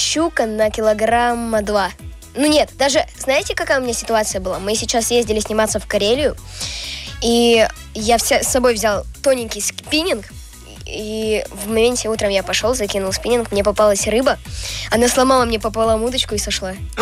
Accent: Rybinsk, Yaroslavl Oblast, Russia; born there; я из Рыбинска, и я родился в Рыбинске, и у нас очень красивый город.

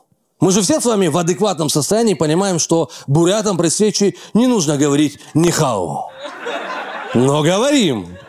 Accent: Rostov-on-Don, Rostov Oblast, Russia; так как я из Ростова

